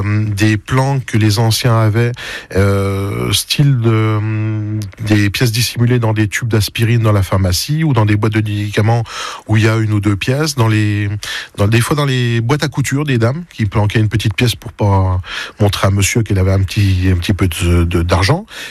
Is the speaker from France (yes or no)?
yes; Épinal, Grand Est, France; moi je suis sur de l'Épinal, et puis on a quand même subi la guerre de plein feu, la deuxième guerre